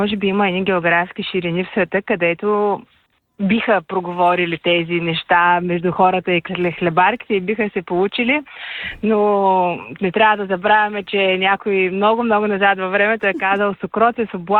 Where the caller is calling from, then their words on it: Varna, Varna Province, Bulgaria; Може, не аз съм си от Варна обаче.